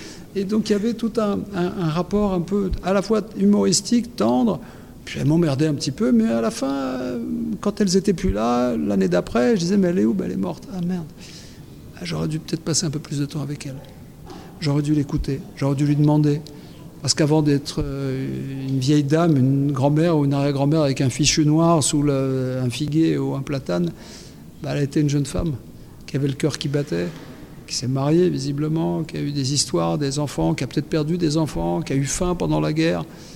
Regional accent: France; born there; je viens d'une famille grecque du centre du pays avec des parents immigrés qui ont fait que je suis né en France.

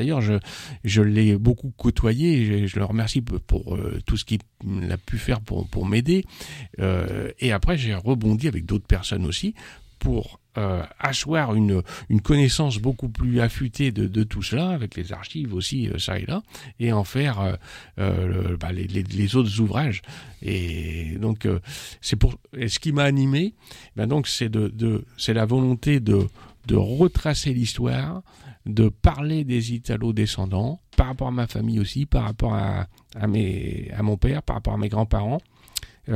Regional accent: Saint-Nazaire, Pays de la Loire, France; born there; Et donc, je suis né en 1960 à Saint-Nazaire, donc je connais très très bien ce terroir-là, toute cette communauté-là.

